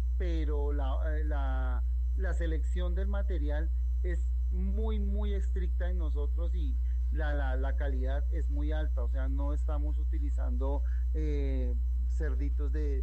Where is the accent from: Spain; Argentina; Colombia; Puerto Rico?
Colombia; la mayoría somos de provincia, ¿no? Somos del Tolima o del Huila.